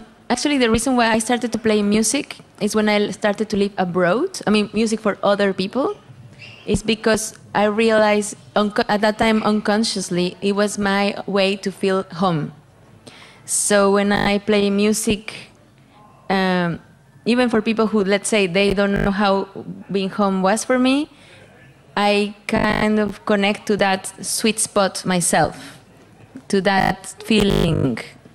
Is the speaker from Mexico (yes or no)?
yes; Saltillo, Coahuila, Mexico; Well, as you said, I'm from Saltillo, Mexico. Saltillo is a city in the north of Mexico, very close to the U.S., and Mexico is already a very musical country.